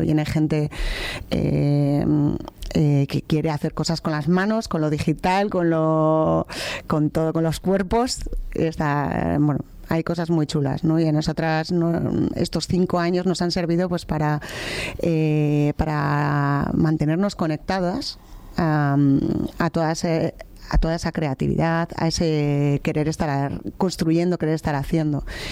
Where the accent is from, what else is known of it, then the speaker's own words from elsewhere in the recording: Bilbao, Basque Country, Spain; Para mí, que soy bilbaína, ha sido un espacio. Yo me acuerdo de aquellos miércoles gratis que íbamos por ahí.